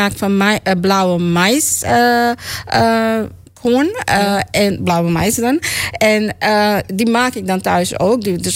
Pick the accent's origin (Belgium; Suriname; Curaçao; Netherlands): Suriname; born there; also born or lived in Dallas, Texas; Nee, ik ben geboren in Suriname. En ik heb heel lang in Dallas, Texas gewoond.